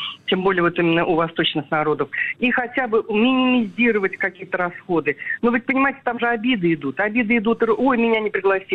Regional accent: Russia; Я татарка. Понимаете? У нас это не принято. У нас другая культура в этом отношении.

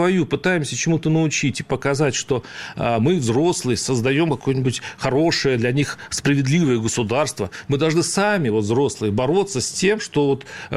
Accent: Saransk, Mordovia, Russia; вот с нашими временами, я как из

